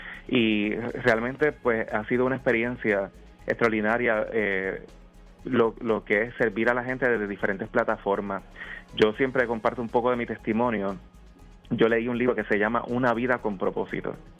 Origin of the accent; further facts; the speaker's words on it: Luquillo, Puerto Rico; yo puedo servirle a la gente de mi pueblo, el pueblo que me vio crecer, el pueblo que me vio formarme a mí académicamente en las escuelas públicas de aquí del municipio de Luquillo